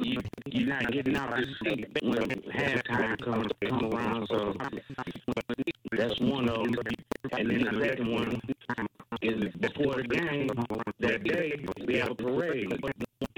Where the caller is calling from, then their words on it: Jackson, Mississippi, United States; I'm from Jackson, Mississippi, I went to Jackson State University.